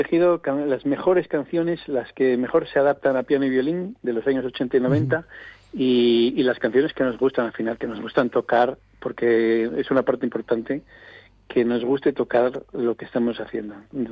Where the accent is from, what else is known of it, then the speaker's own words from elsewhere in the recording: Asturias, Spain; porque yo soy de Asturias y sería impensable hacer esto aquí.